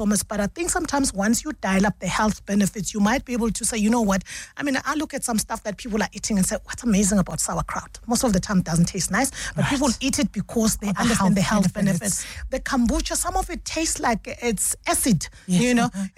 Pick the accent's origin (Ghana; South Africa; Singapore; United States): South Africa; Mbombela, Mpumalanga; because I come from the Lowveld where, I mean, if you know Mbombela, Nelspruit used to be called as the city of Imboza Nema Orange